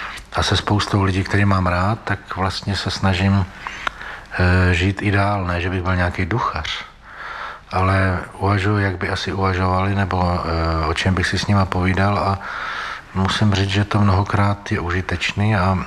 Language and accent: Czech; Holice, Pardubice Region, Czechia; Já jsem se narodil v Holicích v Čechách